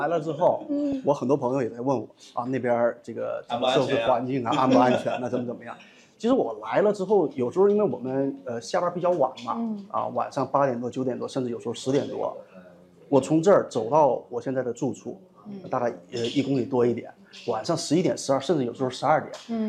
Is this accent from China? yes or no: yes; Dalian, Liaoning, China; moved away as an adult; 我从大连过来。